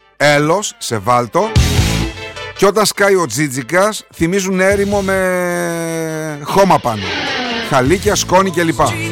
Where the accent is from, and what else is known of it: Thessaloniki, Central Macedonia, Greece